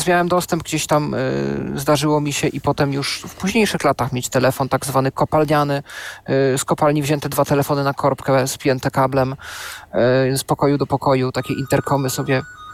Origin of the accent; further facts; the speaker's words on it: Knurów, Silesian Voivodeship, Poland; moved away; Ja pochodzę z Knurowa, województwo śląskie.